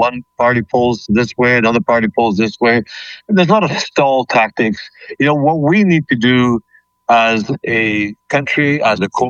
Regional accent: Ireland; now in United States; I'm an Irish citizen, as you know, though I'm living in the United States and have been so for 20 plus years.

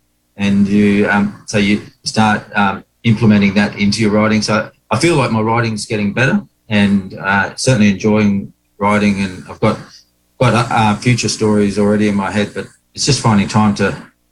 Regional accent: Australia; Growing up in Australia, we really got the, all the English queens and kings, and got the Roman history, got the English history.

